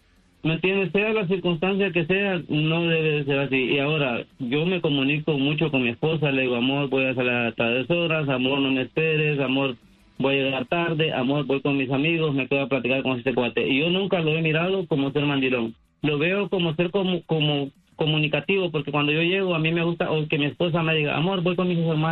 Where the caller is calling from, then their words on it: Honduras; accent: centroamericano; soy hondureño.